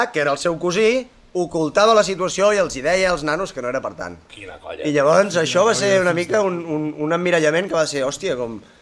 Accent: Cabra del Camp, Catalonia, Spain; aquesta cançó va estar una mica inspirada per un fet que es va produir al meu poble. El poble es diu Cabra del Camp, és un poble molt bonic, amb gent molt bona i gent no tan bona també.

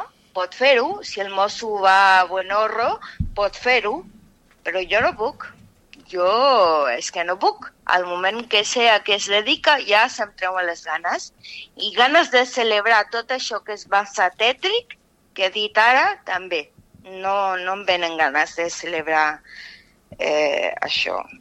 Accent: Chile; soy chilena

